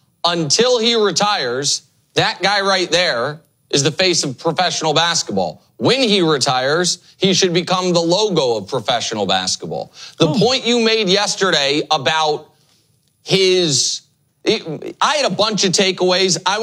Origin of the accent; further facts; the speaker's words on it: Kansas City, Missouri, United States; the reason I'm a LeBron James fan, I'm from Kansas City. We didn't have a team.